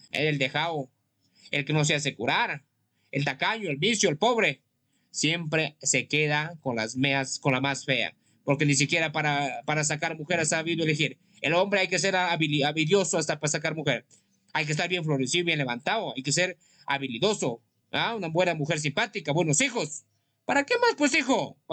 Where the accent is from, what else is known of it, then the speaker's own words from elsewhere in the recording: Huancabamba, Piura, Peru; Estoy aquí en mi tierra de Huancabamba